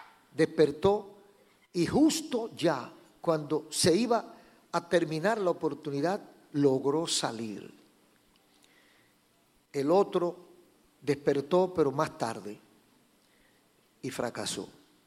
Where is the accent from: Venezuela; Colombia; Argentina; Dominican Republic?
Dominican Republic; como los dominicanos. Tenemos los ojos redondos.